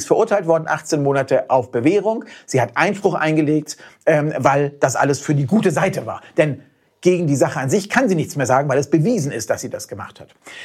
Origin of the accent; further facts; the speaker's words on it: Hamburg, Germany; als Hamburger